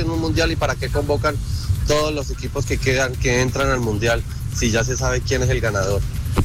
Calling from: Colombia; Yo como hincha que soy de Colombia, y amo mi país

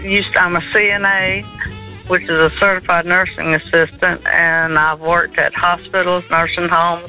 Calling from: Florence, Alabama, United States; Florence, Alabama.

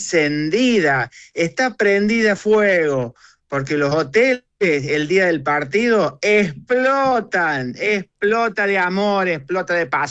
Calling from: San Luis, Argentina

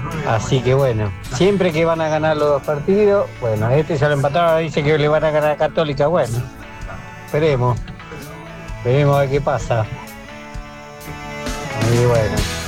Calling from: Buenos Aires, Argentina; les saludo de Almagro.

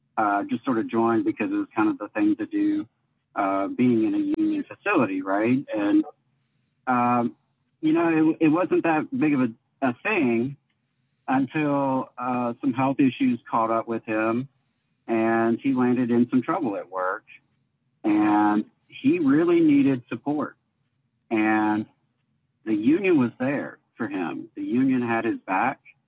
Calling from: Birmingham, Alabama, United States; Hey, y'all. … calling in from Birmingham today.

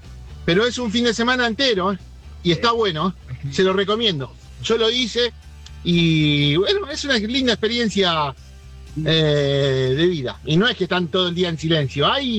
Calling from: San Martín, Argentina; de San Martín.

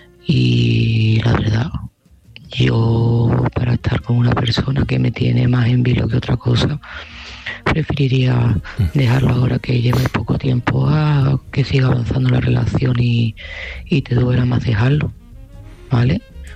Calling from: Seville, Andalusia, Spain; de Sevilla y este mensaje va para Carmen.

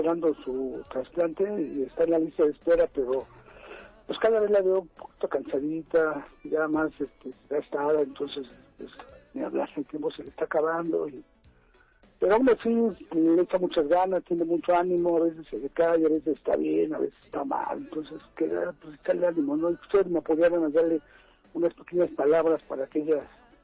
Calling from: Zumpango, State of Mexico, Mexico; En Zumpango, Estado de México.

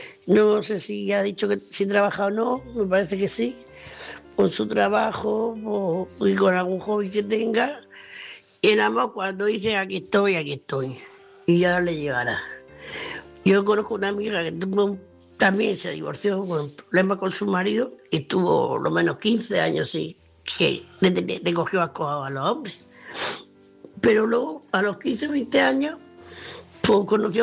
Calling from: Murcia, Region of Murcia, Spain; de Murcia.

